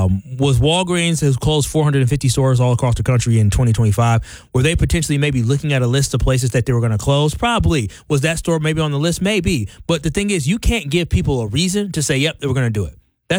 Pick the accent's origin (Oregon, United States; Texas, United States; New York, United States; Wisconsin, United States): Wisconsin, United States; Milwaukee; I'm born and raised in Milwaukee.